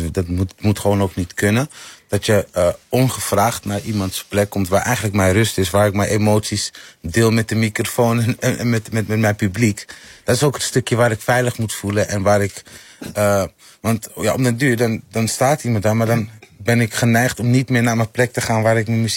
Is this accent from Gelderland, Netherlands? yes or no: no; Amsterdam, North Holland, Netherlands; Ik ben in Amsterdam-West opgegroeid.